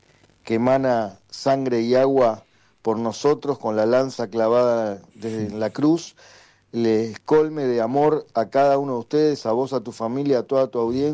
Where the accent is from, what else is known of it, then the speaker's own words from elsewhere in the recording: Buenos Aires, Argentina; porque nosotros somos de Floresta.